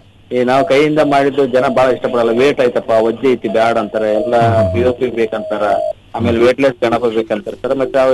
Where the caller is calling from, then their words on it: Koppal, Karnataka, India; ಕೊಪ್ಪಳದಿಂದ.